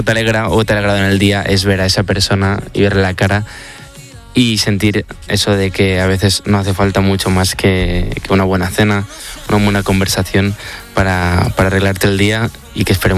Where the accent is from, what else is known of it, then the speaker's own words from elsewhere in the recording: Barcelona, Catalonia, Spain; yo soy un chico de Barcelona